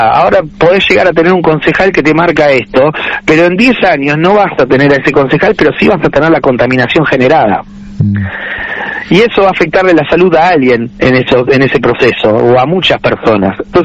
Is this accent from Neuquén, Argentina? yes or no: no; Punta Alta, Buenos Aires Province, Argentina; La nafta le sale entre un 15 y un 20% más barato que a nosotros los puntaltenses.